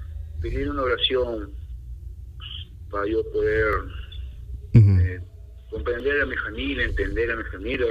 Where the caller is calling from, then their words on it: Ica, Peru; Yo soy … de Ica